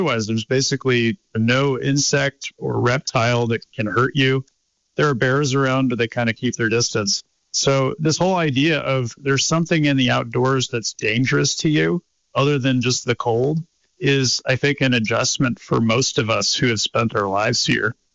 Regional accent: Lake Placid, New York, United States; moved away as an adult; now in Vermont, United States; I grew up in this area. I'm from Lake Placid, New York, and moved over to Vermont as an adult.

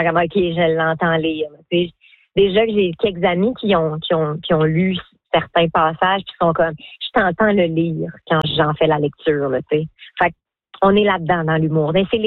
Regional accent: New Brunswick, Canada; on parle français, les gens nous prennent pour des Québécois, mais tu sais, non, je viens de l'Acadie, du Nouveau-Brunswick.

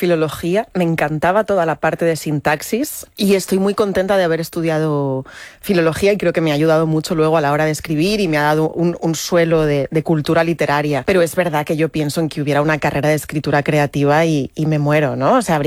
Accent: Madrid, Community of Madrid, Spain

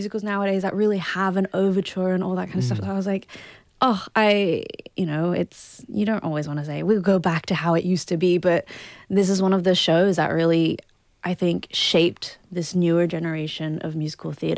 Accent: Gold Coast, Queensland, Australia; So I grew up on the Gold Coast, and when we were coming back to Australia

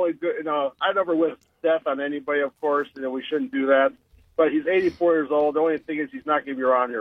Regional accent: Minnesota, United States; I grew up in Minnesota, so I know these things.

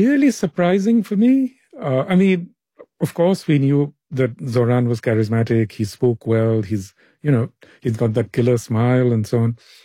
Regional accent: West Bengal, India; now in New York, United States; I mean, I'm from Bengal. In Bengal, our views are often very, very different from that of other parts, especially of northern India. So, you know, I'm influenced by that. And here I live in New York. I live in Brooklyn

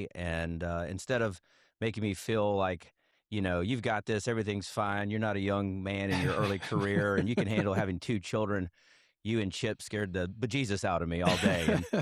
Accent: Denver, Colorado, United States; born there; I was actually born in Denver, Colorado.

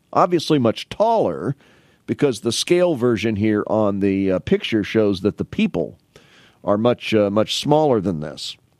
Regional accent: Canton, United States; I remember growing up in Canton along Ash Street

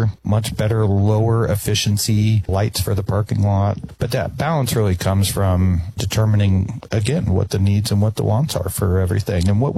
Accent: Arvada, Colorado, United States; moved away as an adult; now in Omaha, United States; I was born and raised in Arvada, Colorado. So I was a native there all the way until I was 19

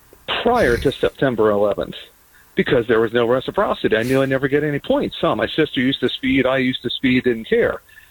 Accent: Maryland, United States; My sister and I had West Virginia driver's license, even though I grew up in Maryland.

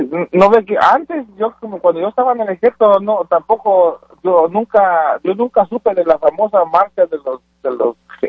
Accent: Puebla, Mexico; Yo soy de Puebla, de la Sierra, norte de Puebla.

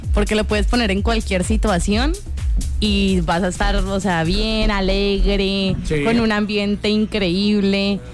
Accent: Villavicencio, Meta, Colombia; moved away as an adult; now in Medellín, Colombia; No, pero me mudé este año hasta ahorita. Yo toda mi vida he vivido en Villavicencio.

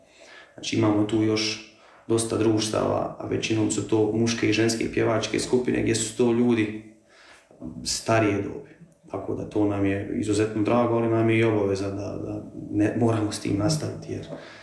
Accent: Central Bosnia Canton, Bosnia & Herzegovina; običaj je kod nas u Srednjoj Bosni i šire

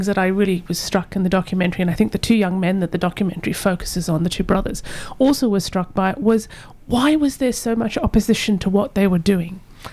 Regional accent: Australia; I was born in Australia. Mm-hmm. And I grew up in an era in the 70s when there was still a lot of racism very present.

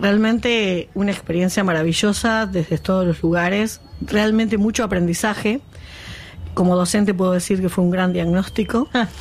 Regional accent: Tapalqué, Buenos Aires Province, Argentina; acá me doy cuenta que también de mi pueblo, que es Tapalqué, soy la única productora que ha llegado con vacunos

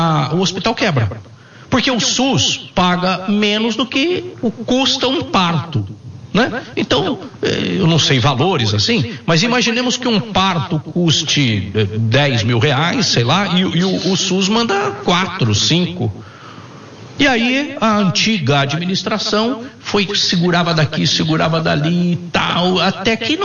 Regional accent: Minas Gerais, Brazil; now in Campinas, Brazil; Eu vim de Minas, né?

